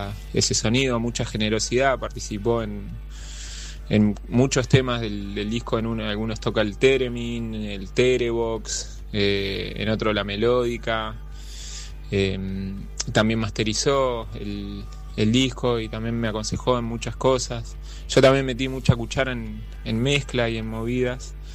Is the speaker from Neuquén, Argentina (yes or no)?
yes; Neuquén, Argentina; moved away as an adult; now in Buenos Aires, Argentina; Soy cantautor, criado en la ciudad de Neuquén. Actualmente hace 14 años que vivo en Buenos Aires.